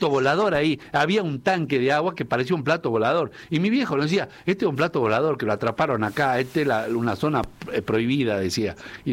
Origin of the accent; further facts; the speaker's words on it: Argentina; Nosotros vivimos en un país como Argentina